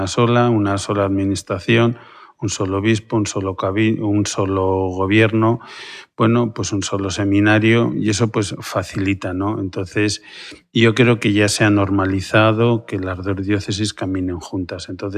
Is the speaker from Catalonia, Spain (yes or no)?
no; Aragon, Spain; now in Pamplona, Spain; yo como aragonés disfruto mucho